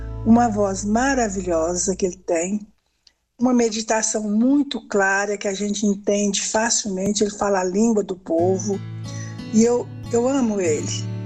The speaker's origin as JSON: {"language": "Portuguese", "town": "Uberaba", "region": "Minas Gerais", "country": "Brazil", "said": "eu sou da cidade de Uberaba, Minas Gerais."}